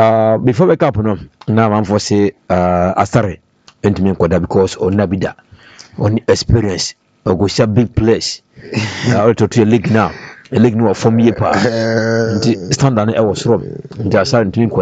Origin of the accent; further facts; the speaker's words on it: Ghana; I'm from Sac Town Butukrum Ghana is lucky